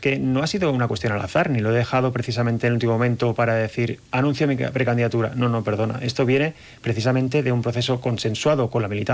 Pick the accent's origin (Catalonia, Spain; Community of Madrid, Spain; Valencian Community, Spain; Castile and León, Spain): Catalonia, Spain; Blanes; born there; se fueron ya a lo que es mi pueblo de nacimiento, Blanes, en la provincia de Girona.